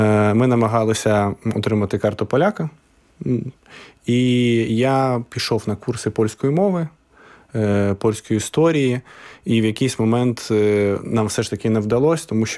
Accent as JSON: {"language": "Ukrainian", "town": "Zaporizhzhia", "region": "Zaporizhzhia Oblast", "country": "Ukraine", "tie": "born or raised there", "moved": "as an adult", "lives_now": "Warsaw, Poland", "said": "Я родом з Запоріжжя. І у нас родичі поляки. Так, моя прабабуся полька."}